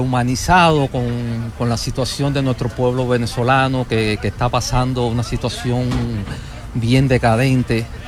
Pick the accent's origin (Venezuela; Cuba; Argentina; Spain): Cuba; now in Miami, United States; Originario, nacido en Cuba.